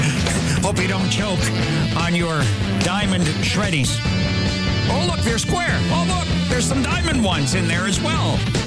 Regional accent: Canada; I'm Canadian. You gotta say please, Pat.

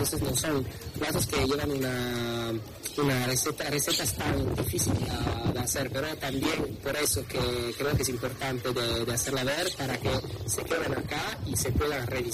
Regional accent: Piedmont, Italy; Spanish is a second language; moved away as an adult; now in Uruguay; platos de mi pueblo, de Piemonte

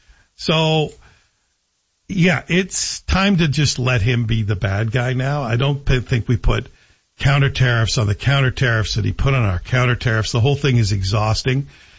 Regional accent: Canada; We're Canadian.

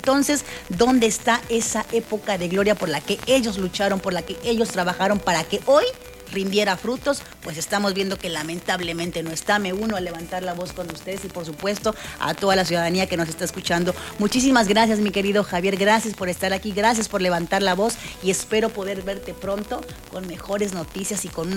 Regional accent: Costa Rica; Soy orgullosamente costarricense y tengo mucha familia petrolera.

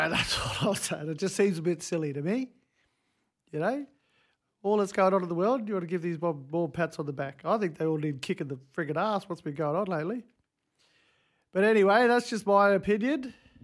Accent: Darwin, Northern Territory, Australia; moved away; also born or lived in Queensland; I grew up in Darwin, we had AFL, we had rugby, league.

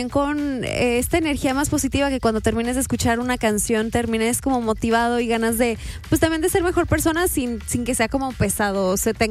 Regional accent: Irapuato, Guanajuato, Mexico; soy originaria de Irapuato, Guanajuato, soy cantautora, soy escritora

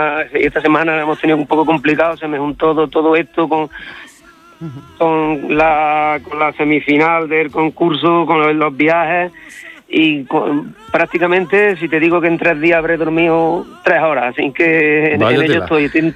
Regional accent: Adamuz, Andalusia, Spain; en mi pueblo, pues gracias a Dios, aquí en Adamuz

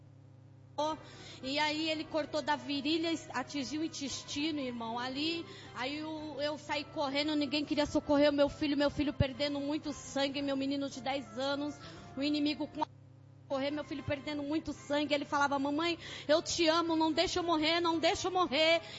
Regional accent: Diadema, São Paulo, Brazil; eu sou de Diadema Eldorado.

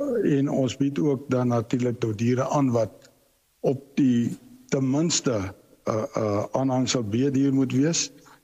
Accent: Northern Cape, South Africa; Nee, ek is nie van spesifiek die Griekwa stad omgewing nie. Ek is van die Noord-Kaap, ek boer in die Prieska omgewing.

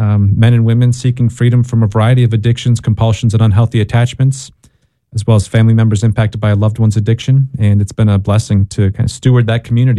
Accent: Wisconsin, United States; I grew up in Northeast Wisconsin in a family that was riddled by addiction. If you Google the drunkest counties in the United States, you'll see exactly where I grew up.

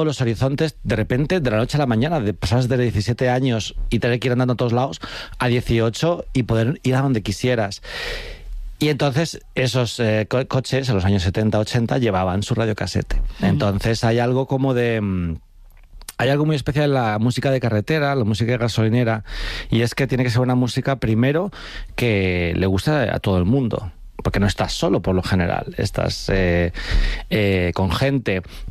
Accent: Alcorcón, Community of Madrid, Spain; cuando me decían, ¿tú de dónde eres? Yo decía, Alcorcón, la gente era como, ¿sabes? En plan, como que les parecía gracioso ser de Alcorcón. Y yo, ¿qué pasa? En plan, para mí ser de Alcorcón era normal.

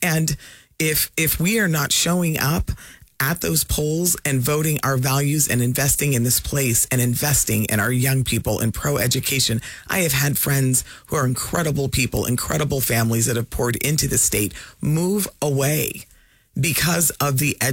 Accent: Alaska, United States; moved away as an adult; also born or lived in East Coast; I grew up in this place. I received an education in this place. I received opportunity in this place.

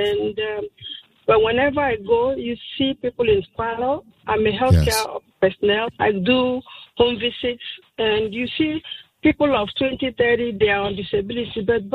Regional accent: Nigeria; I'm a Nigerian.

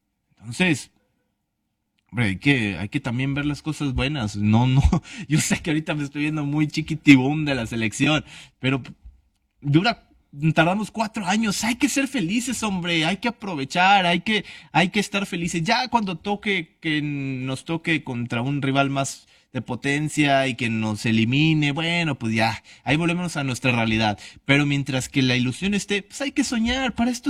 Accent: Mexico; now in Pesquería, Mexico; Sí vivo en pesquería, pero no soy coreano. Hay muchísimos coreanos ahí, pero no, yo soy mexicano.

